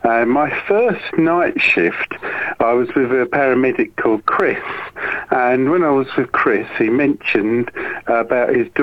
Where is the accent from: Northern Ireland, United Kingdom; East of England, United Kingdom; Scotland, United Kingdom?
East of England, United Kingdom; Norwich; born or raised there; also born or lived in Worcester